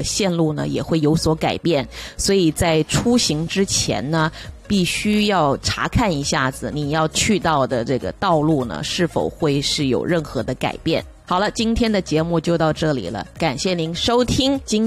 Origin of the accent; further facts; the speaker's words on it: Canada; 而今年夏天呢，我们加拿大人终于有机会亲身感受这种气氛。